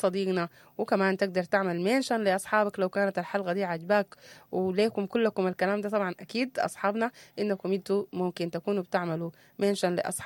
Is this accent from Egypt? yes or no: no; Sudan; نحن بيت سوداني كبير